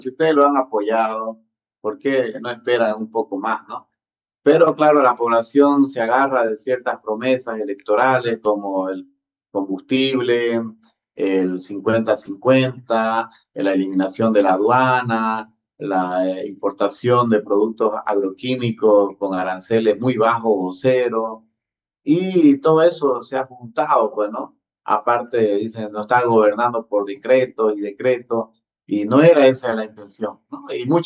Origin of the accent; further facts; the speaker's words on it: Bolivia; nosotros aquí en Bolivia